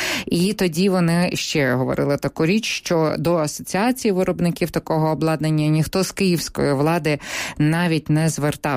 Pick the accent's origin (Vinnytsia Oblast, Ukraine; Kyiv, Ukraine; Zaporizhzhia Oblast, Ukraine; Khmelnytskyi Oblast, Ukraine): Kyiv, Ukraine; от я як киянка, я бачу, що мені робиться недостатньо